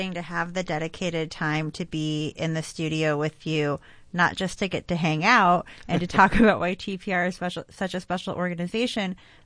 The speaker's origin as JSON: {"language": "English", "region": "West Coast", "country": "United States", "tie": "born or raised there", "said": "It's so different from what I grew up with on the West Coast."}